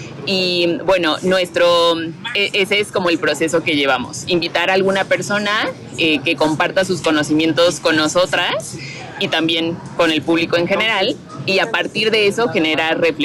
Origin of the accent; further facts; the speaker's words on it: San Cristóbal de las Casas, Chiapas, Mexico; personas que somos de San Cris